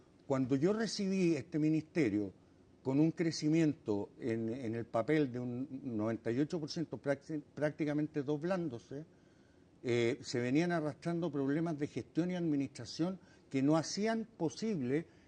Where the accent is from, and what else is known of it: Basque Country, Spain